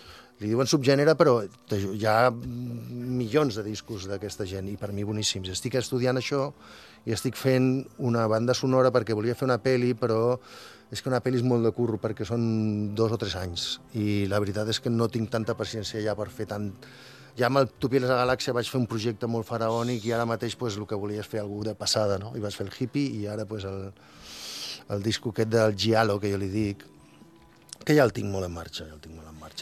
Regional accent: Girona, Catalonia, Spain; Jo soc de Girona, jo soc de Girona.

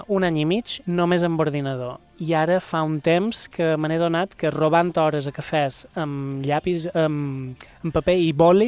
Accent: Ses Salines, Balearic Islands, Spain; jo som de Set Salines, ella és de Santanyí, és lèxic, és pràcticament el mateix, fins i tot paraules que només se diuen en aquell radi de 25 quilòmetres

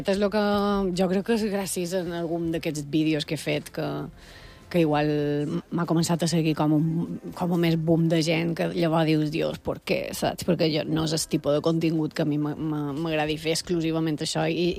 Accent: Balearic Islands, Spain; Som els mallorquins

